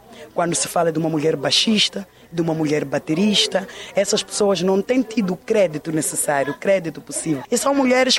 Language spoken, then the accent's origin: Portuguese; Mozambique; aquilo que nos dita que nós somos enquanto moçambicanos e artistas.